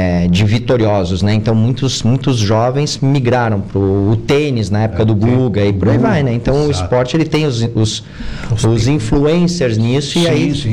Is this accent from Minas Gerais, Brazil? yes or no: no; Uruguaiana, Rio Grande do Sul, Brazil; moved away; also born or lived in Paraná; Comecei no Paraná, sou gaúcho também, de Uruguaiana.